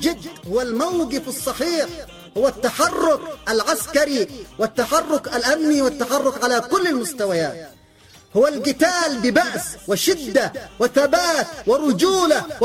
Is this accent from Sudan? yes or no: no; Yemen; نحن كشعب يمني